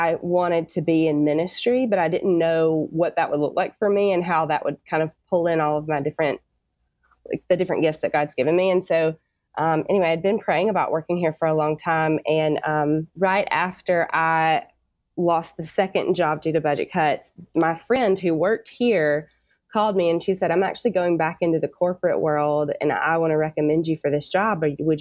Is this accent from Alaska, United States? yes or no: no; Tuscaloosa, Alabama, United States; now in Atlanta, United States; I grew up in Tuscaloosa, Alabama, and went to the University of Alabama.